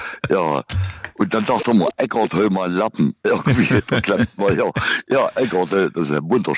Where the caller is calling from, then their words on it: Saxony, Germany; Von Preiswisch, Ortsteil von Kitschau.